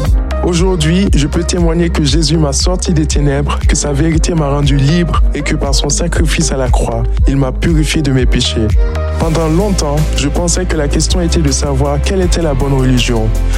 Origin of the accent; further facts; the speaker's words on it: Guinea; born there; j'ai 21 ans et j'aimerais te raconter mon histoire. Je suis né en Guinée dans une famille aimante avec un grand frère et une grande sœur. Comme la grande majorité des Guinéens, nous étions musulmans.